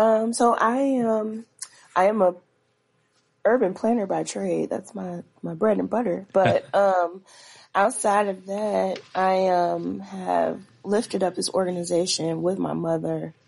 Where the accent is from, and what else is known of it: Chicago, Illinois, United States